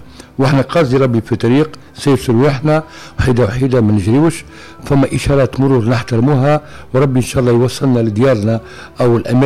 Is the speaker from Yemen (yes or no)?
no; Tunisia; بلادنا تونس الحبيبة